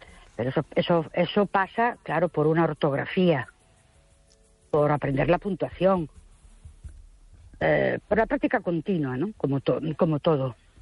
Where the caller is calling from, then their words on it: Ourense, Galicia, Spain; de Orense.